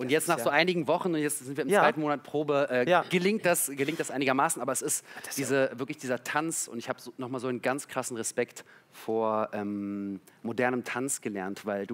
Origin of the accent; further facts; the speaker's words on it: Berlin, Germany; Meine Eltern kommen aus der Sowjetunion und ich bin in Berlin aufgewachsen